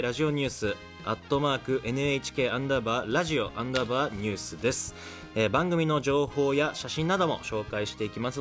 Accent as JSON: {"language": "Japanese", "region": "Nagano", "country": "Japan", "tie": "born or raised there", "moved": "yes", "said": "僕はあの地元が長野なんですよ。"}